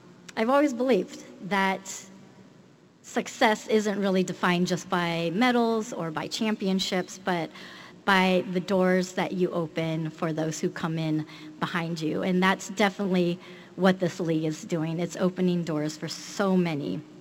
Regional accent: Bay Area, California, United States; I also grew up here in the Bay Area

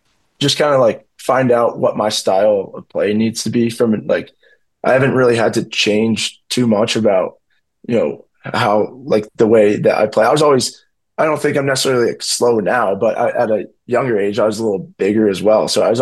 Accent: Chicago, Illinois, United States; I'm from Chicago. I'm a diehard Bears fan.

